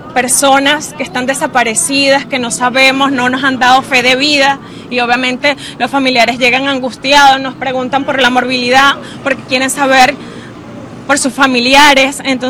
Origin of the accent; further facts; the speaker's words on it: Venezuela; donde unidos como hermanos venezolanos, donde el compromiso de la salud debe ir más allá, con vocación, con amor, con humildad, porque nosotros los venezolanos nos caracteriza es que sabemos salir adelante a las dificultades.